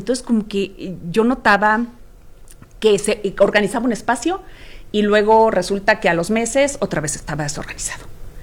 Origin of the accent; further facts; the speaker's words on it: Sonora, Mexico; Norteña, al final de cuentas norteña, soy de Sonora.